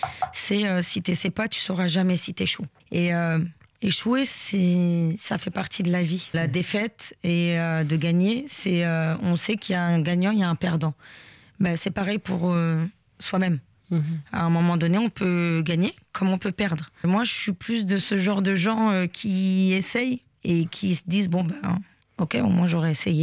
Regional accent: France; born there; Je suis algérienne, de mes deux parents, ouais. donc 100% algérienne. Mais mes parents ont fait que je suis née en France.

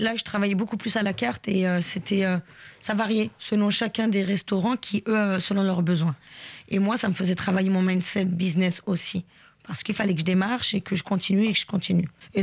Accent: Paris, Île-de-France, France; moved away as an adult; also born or lived in Marseille; Et j'ai dit, bah, je viens de Paris.

